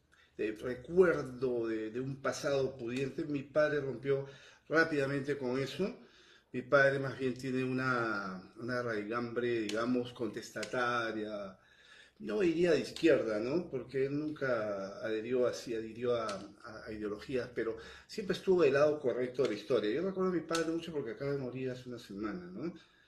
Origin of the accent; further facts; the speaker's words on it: Lima, Peru; Yo nací hace muchos años en Lima. Me hubiera gustado más bien nacer en otra ciudad del Perú, pero bueno, tengo que aceptarlo. Soy limeño.